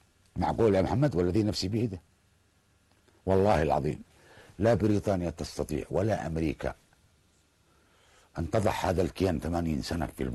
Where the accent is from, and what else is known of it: Yemen